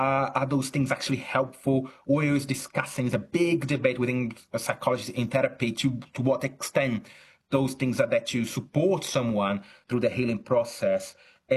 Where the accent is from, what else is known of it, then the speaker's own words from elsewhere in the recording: Brazil; now in United Kingdom; No, I think, I'm originally from Brazil, although I'm academic in at the University of Chichester in UK.